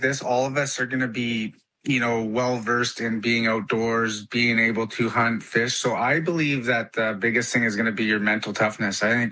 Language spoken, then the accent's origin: English; British Columbia, Canada; And then growing up in Canada and in northern British Columbia, like I've seen the cold temperatures, I've camped in them, I've hunted in them.